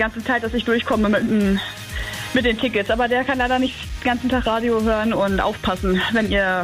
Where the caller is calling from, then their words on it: Lüchow, Lower Saxony, Germany; Ich komme aus Lüchow.